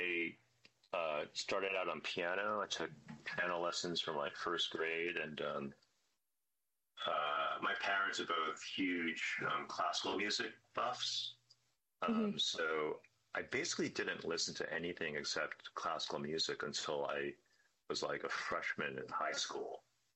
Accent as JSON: {"language": "English", "country": "United States", "also_born_or_lived": "Scotland", "moved": "as an adult", "lives_now": "New York, United States", "said": "I'm American, you know, literally off the boat or off the plane."}